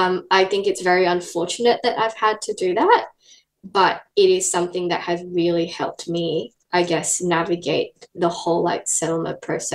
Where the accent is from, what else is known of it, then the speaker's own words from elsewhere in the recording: Malaysia; And because my hometown, which is about 2 hours north of KL, had a big diaspora of Cantonese people from Guangdong, then the default language in my hometown was then Cantonese.